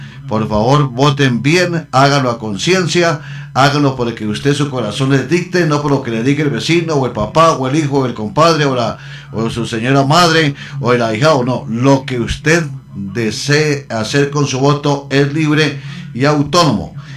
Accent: Colombia

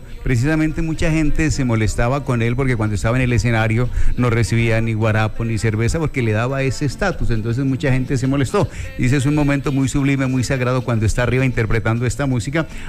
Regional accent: Tasco, Boyacá, Colombia; En mi pueblo que es Taxco le dicen a uno los chocantes

